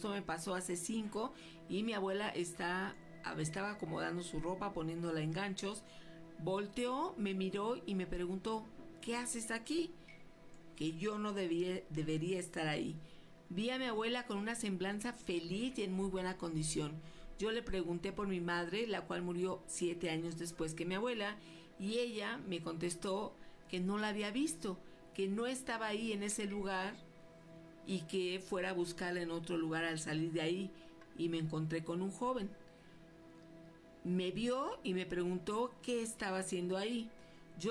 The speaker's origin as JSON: {"language": "Spanish", "region": "Jalisco", "country": "Mexico"}